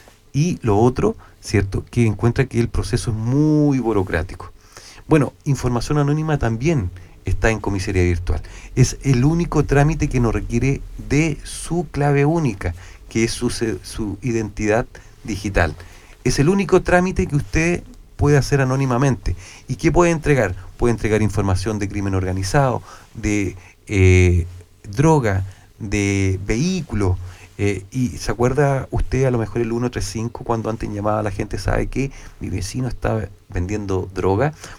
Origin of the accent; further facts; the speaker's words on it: Castro, Los Lagos, Chile; como buen nacido y criado en Chiloé, Castro, trabajé en esta zona